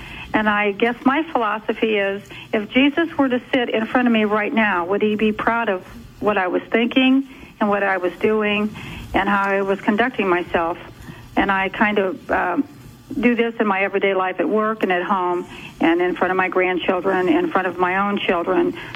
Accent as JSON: {"language": "English", "region": "Ohio", "country": "United States", "said": "I'm from Ohio."}